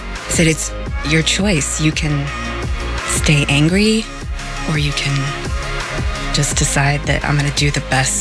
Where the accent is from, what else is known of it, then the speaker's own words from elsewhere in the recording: Phoenix, Arizona, United States; I'm Easton's mom. We are from Phoenix.